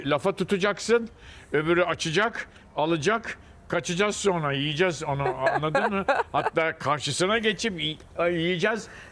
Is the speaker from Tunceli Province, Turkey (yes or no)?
no; Istanbul, Turkey; born or raised there; also born or lived in Fatsa